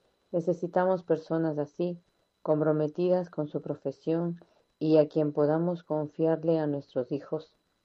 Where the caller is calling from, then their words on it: Ecuador; de Ecuador.